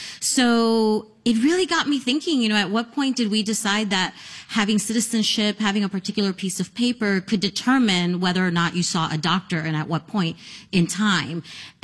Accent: New Jersey, United States; So I like to tell people I grew up in the United Nations of Latinos, located in New Jersey, that far from the UN.

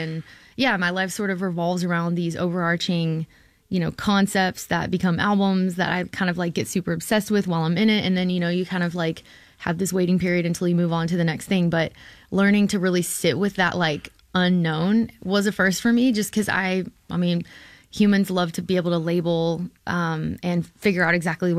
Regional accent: Golden, Texas, United States; I stumbled across quite literally a sign in my hometown, this little tiny town in East Texas. And the sign said, Golden, Texas, which is the town, somewhere in the middle of nowhere.

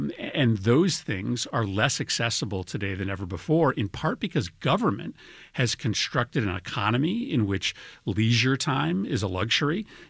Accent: Wethersfield, Connecticut, United States; my hometown of Wethersfield just a few days ago, a place that I grew up in that was very unique.

